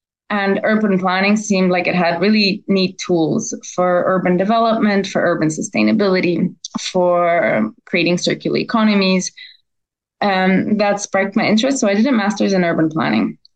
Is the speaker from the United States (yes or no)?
no; Russia; I think for context, it's important to know that I grew up in Russia.